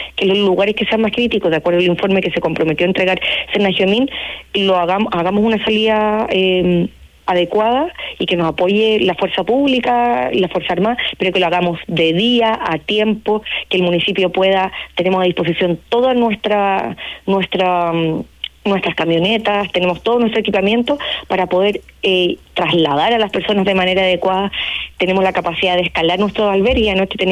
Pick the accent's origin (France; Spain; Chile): Chile; Y yo creo que hoy día nosotros somos chilenos, tenemos nuestro ADN, ¿cierto?